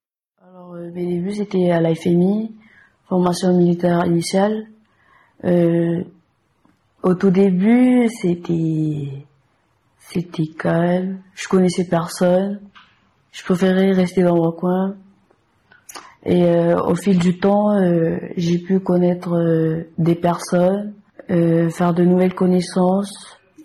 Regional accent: Wallis & Futuna; j'ai 20 ans, je suis originaire de Wallis

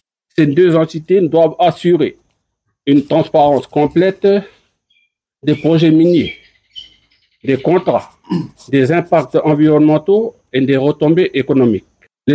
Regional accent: New Caledonia; Si jamais vous venez là-bas chez nous, en Akiti, vous allez voir comment on vit là-bas.

